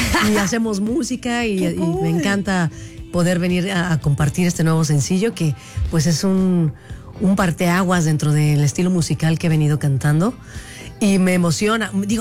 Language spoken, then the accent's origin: Spanish; Pachuca, Hidalgo, Mexico; Yo soy de Pachuca, Hidalgo.